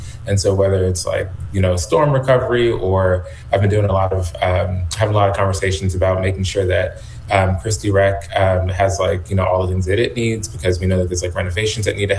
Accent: Georgia, United States; I'm from Georgia

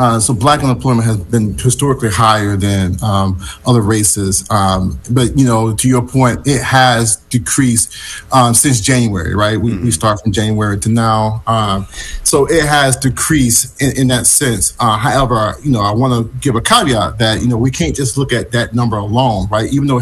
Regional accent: Birmingham, Alabama, United States; I'm from Birmingham, Alabama, so I've been saying Dumas all my life, so it's Dumas.

